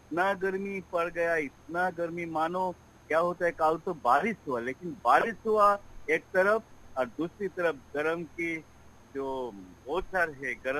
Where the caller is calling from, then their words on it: Assam, India; मेरा गांव का नाम है राम कृष्ण नगर, भूमि आसाम से तालुका।